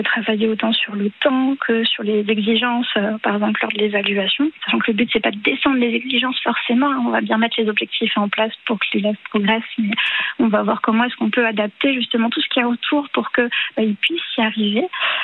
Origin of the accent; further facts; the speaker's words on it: Grand Est, France; Alors moi, je suis de Moselle, donc dans le Grand Est, frontière allemande.